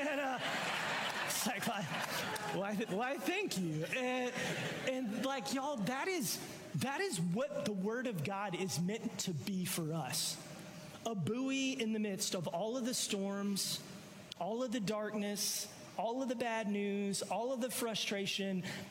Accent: North Carolina, United States; I'm from North Carolina.

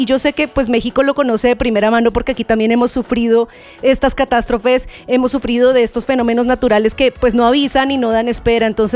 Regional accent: Bogotá, Colombia; moved away; En Bogotá, en mi ciudad

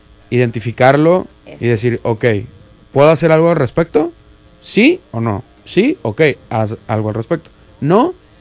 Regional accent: Monterrey, Nuevo León, Mexico; soy aquí de Monterrey.

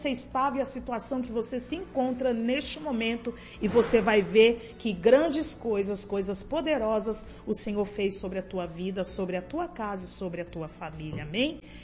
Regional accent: São Paulo, Brazil; eu sou da região oeste de São Paulo, próximo da sede mundial.

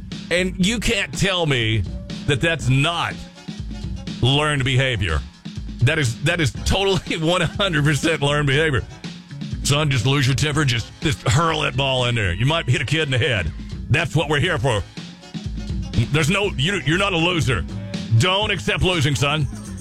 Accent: Kentucky, United States; You know, I was raised in Kentucky. We did cow tipping.

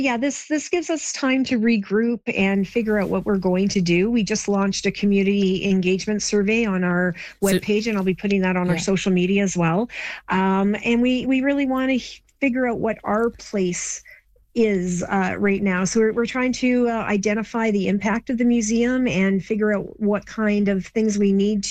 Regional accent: Torrington, Alberta, Canada; Well, so I grew up in Torrington, and it was vastly different than what it is now.

